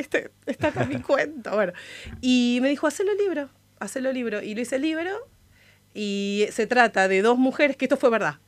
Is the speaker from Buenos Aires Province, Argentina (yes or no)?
yes; Ituzaingó, Buenos Aires Province, Argentina; also born or lived in Villa Devoto, Buenos Aires; Sí, pero viví casi toda la vida porque de los 6 años que estoy en Ituzaingó.